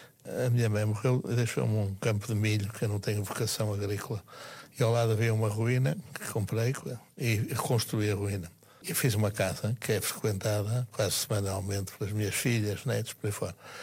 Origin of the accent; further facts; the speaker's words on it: Porto, Norte, Portugal; a minha família é minhota, eu sou do Porto